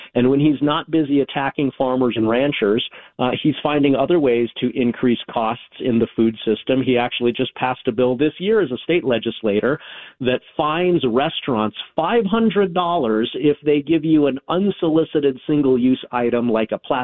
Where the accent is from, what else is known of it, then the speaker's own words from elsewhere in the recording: Colorado, United States; I was born and raised in Colorado, so I grew up hearing that song.